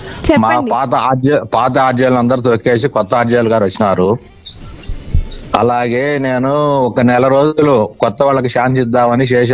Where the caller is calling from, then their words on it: Andhra Pradesh, India; మా ఊరు ఇనుపెండు.